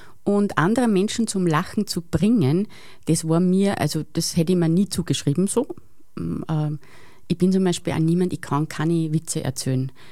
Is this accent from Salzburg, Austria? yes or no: yes; Strobl, Salzburg, Austria; Ich komme aus Strobl am Wolfgangsee